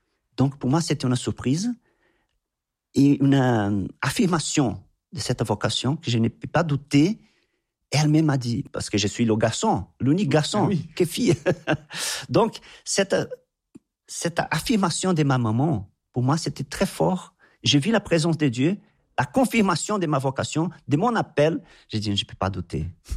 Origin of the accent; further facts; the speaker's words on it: Anápolis, Goiás, Brazil; French is a second language; j'ai retourné chez moi à Goiás, à Anápolis, j'ai commencé à prier.